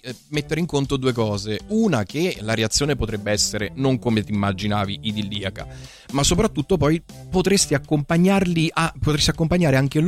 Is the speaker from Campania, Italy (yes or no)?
yes; Avellino, Campania, Italy; io sono originario di Avellino